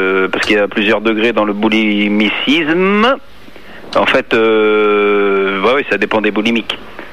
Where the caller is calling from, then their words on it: Paris, Île-de-France, France; J'appelle de Paris.